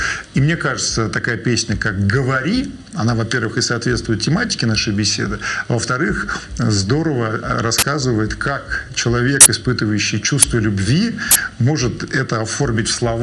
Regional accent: Moscow, Russia; born there; мне 17 лет, я родился в Москве.

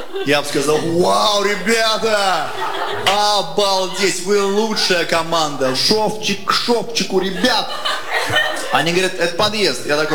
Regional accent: Chita, Zabaykalsky Krai, Russia; я из Читы, но не все в Москве знают, что есть такой город. Я когда говорю, я из Читы, мне говорят, из какой Читы?

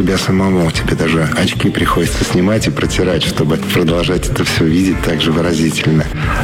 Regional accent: Arkhangelsk Oblast, Russia; год назад у себя на родине в Архангельской области. Я взял туда собаку, и мы пошли гулять вдоль озера по тем местам, где когда-то в школе очень много ходили с одноклассниками.

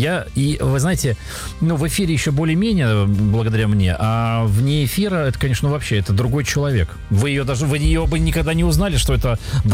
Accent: Kamchatka Krai, Russia; born there; Да, в долине гейзеров. Я там родился.

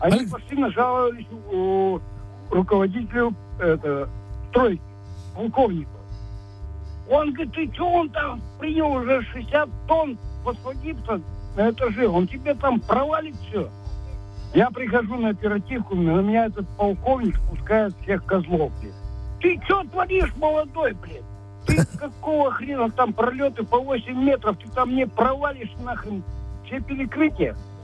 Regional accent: Krasnoufimsk, Sverdlovsk Oblast, Russia; now in Yekaterinburg, Russia; Я из Красноуфимска, Свердловской области. Но я с 79-го года в Екатеринбурге.

